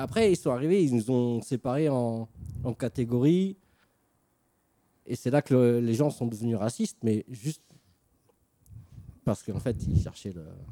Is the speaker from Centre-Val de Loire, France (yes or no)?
yes; Bourges, Centre-Val de Loire, France; moved away; also born or lived in Arles; Alors, moi, j'ai grandi à Bourges.